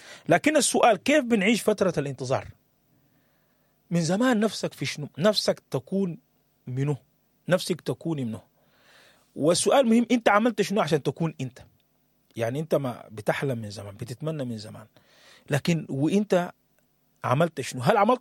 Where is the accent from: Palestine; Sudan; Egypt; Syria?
Sudan; moved away; لنا كسودانيين